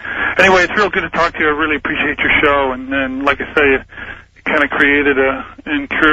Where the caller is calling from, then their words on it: Sacramento, California, United States; in Sacramento.